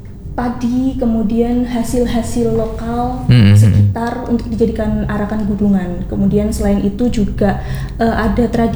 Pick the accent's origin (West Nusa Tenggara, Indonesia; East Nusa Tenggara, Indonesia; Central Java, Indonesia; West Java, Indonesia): Central Java, Indonesia; Klaten; Karena saya dari Klaten, dan kebetulan Klaten itu banyak sekali umbul